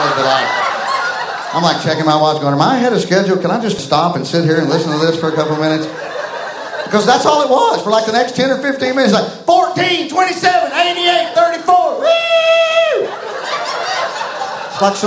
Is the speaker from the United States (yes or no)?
yes; Southern United States, United States; as a Southerner